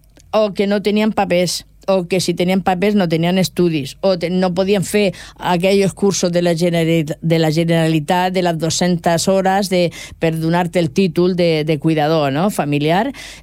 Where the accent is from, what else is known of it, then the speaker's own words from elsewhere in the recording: Lleida, Catalonia, Spain; accent: Murcian; al poble pues, parlava tothom en català, i això també t'ajuda. Aleshores parlo català, me digo si soc valenciana perquè parlo un català amb accent murcià, però de Lleida. Sembla que soc valenciana.